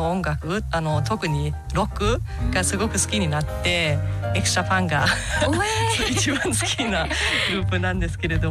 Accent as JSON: {"language": "Japanese", "country": "Germany", "tie": "born or raised there", "second_language": "Japanese", "moved": "as an adult", "lives_now": "Sendai, Japan", "said": "ドイツ出身で、実はドイツで生まれ育ったのはすごい小さな半島で3000人しか住んでないところです。"}